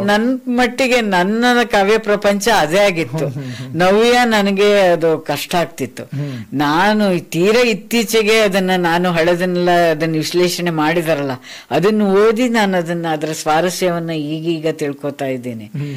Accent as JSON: {"language": "Kannada", "region": "Karnataka", "country": "India", "tie": "born or raised there", "said": "ನನ್ನ ಊರಿನ ತುಂಗಾ ನದಿ ಕಾಡು ಬೆಟ್ಟ ಗುಡ್ಡ ಎಲ್ಲ ನೆನಪು ಬರ್ತಿತ್ತು."}